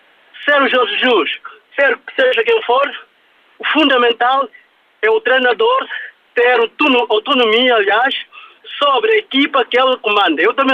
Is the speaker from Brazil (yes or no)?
no; Guinea-Bissau; Para mim, eu sendo a língua portuguesa como a língua oficial, eu sou da Guiné. Isso para mim é um orgulho.